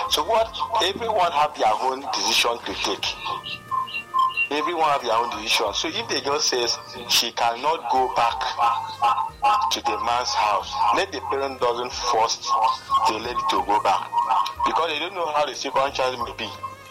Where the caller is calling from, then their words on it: Calabar, Cross River, Nigeria; I'm calling from Calabar.